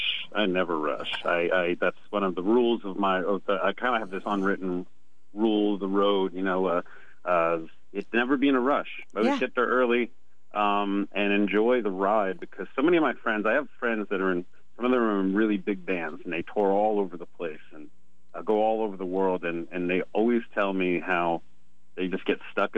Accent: New York, United States; As a New Yorker, it was... it was actually kind of a joke.

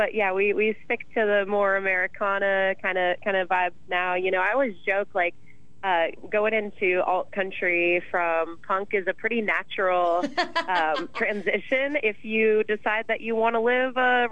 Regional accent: Phoenix, Arizona, United States; also born or lived in Flagstaff; so I wasn't born in Phoenix, but I'm just about born and raised in Phoenix, where we're talking together today. And I lived up in Flagstaff for about 6 years

